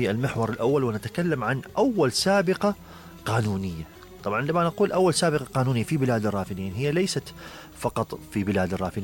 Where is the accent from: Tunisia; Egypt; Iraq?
Iraq; ليس من باب أنه نحن عراقيين كعراقيين يعني نتكلم بعاطفة،